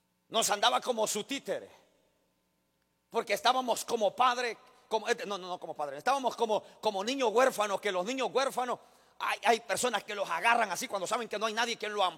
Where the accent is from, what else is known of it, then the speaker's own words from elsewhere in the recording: El Salvador; con la cara de salvadoreño, con la cara de pupusa de frijoles y de queso.